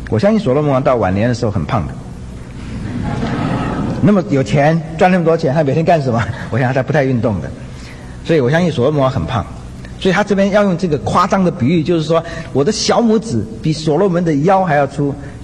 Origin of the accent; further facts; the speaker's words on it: China; 我们中国人